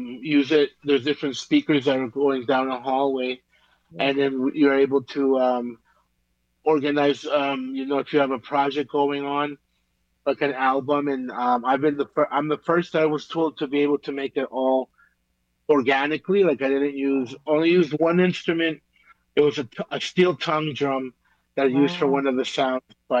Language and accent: English; Belize; now in Calgary, Canada; I'm from Belize